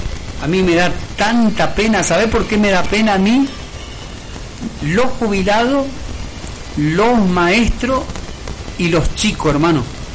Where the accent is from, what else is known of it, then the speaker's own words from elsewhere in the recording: Argentina; si vos te pones a analizar como argentino